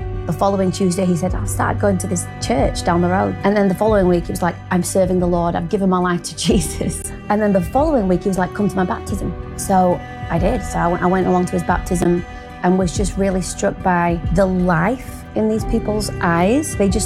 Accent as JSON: {"language": "English", "town": "Barnsley", "region": "Yorkshire and the Humber", "country": "United Kingdom", "tie": "born there", "said": "I was born in Barnsley in the north of England, and I still only live a stone throw from there. So although I travel a lot, I'm still kind of a northern lass."}